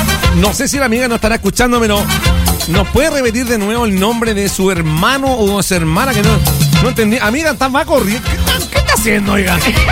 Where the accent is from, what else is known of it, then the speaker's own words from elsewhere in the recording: Quintero, Valparaíso, Chile; Como ustedes saben, yo soy de Quintero, y en Quintero, ahí está la Fuerza Aérea, está con el Regimiento de Artillería allá en Quintero.